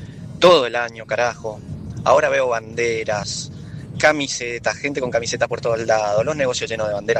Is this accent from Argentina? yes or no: yes; Argentina; Pero, señores, no seamos hipócritas. Somos argentinos todo el año.